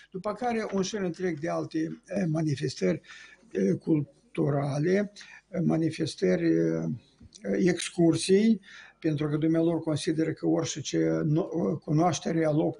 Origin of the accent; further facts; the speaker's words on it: Romania; Noi suntem români, noi trebuie să ne cunoaștem istoria